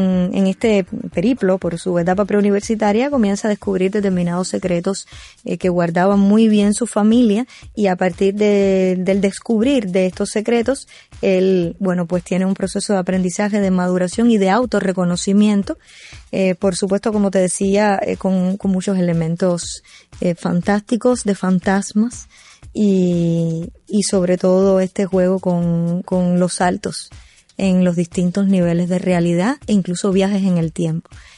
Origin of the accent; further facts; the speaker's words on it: Cuba; Nuestra identidad cultural como cubanos está muy dada por esa mezcla de magia y fantasía con lo cotidiano.